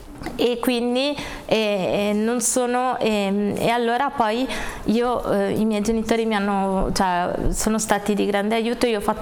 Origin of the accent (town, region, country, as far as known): Genoa, Liguria, Italy